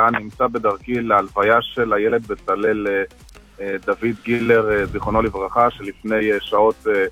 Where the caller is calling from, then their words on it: Lod, Central District, Israel; אני מלוד, נכון.